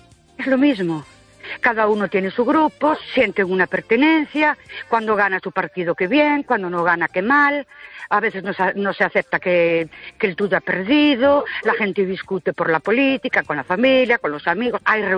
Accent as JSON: {"language": "Spanish", "town": "Ourense", "region": "Galicia", "country": "Spain", "said": "Buenas noches … de Ourense."}